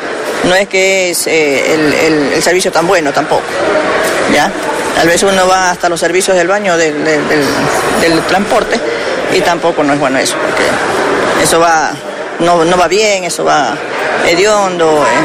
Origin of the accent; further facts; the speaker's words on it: Guayaquil, Guayas, Ecuador; No, yo soy de Guayaquil, pero estoy viviendo aquí.